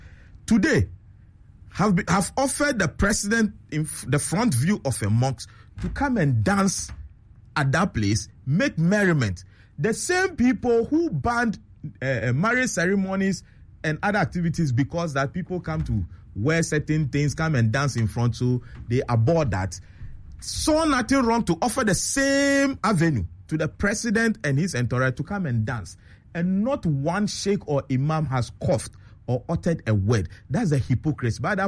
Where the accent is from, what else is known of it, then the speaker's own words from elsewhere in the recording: Accra, Greater Accra, Ghana; I was born and bred in Mamobi. When I was in Mamobi, then I attended Kotobabi 7 JHS. When it rained, the whole place used to flood.